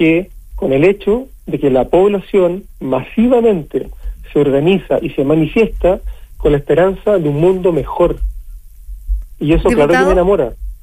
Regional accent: Santiago, Santiago Metropolitan Region, Chile; moved away as an adult; yo soy de Santiago, yo nací en Santiago y viví en Santiago hasta los 30 años.

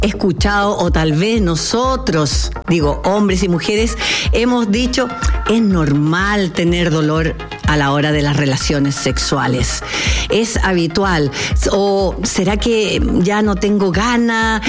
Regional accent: Chile; Yo vengo del desierto de Atacama, y ahí están todas nuestras mujeres ahí con esos mensajes importantes, conectando con la inmensidad del desierto.

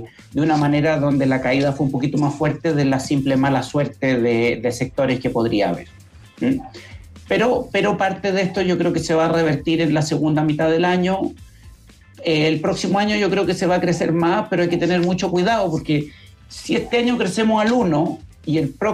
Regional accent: Chile

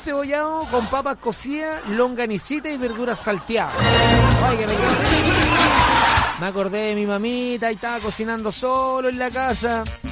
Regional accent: Chile; nosotros como chilenos

